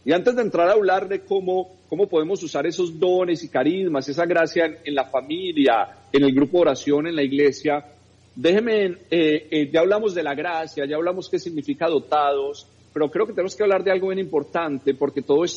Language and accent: Spanish; Medellín, Antioquia, Colombia; Yo soy de Medellín, Colombia.